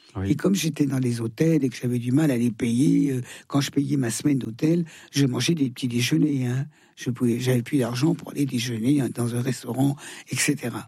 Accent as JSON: {"language": "French", "town": "Thonon-les-Bains", "region": "Auvergne-Rhône-Alpes", "country": "France", "tie": "born or raised there", "said": "Rhône-Alpes, je vais être à Annecy. Je vais être à Thenon-les-Bains, ma ville natale."}